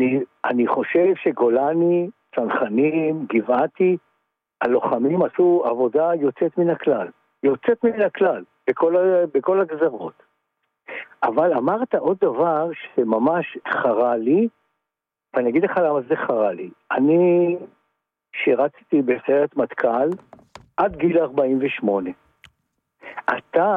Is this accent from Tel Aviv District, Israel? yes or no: no; Petah Tikva, Central District, Israel; איפה גדלתי? בפתח תקווה.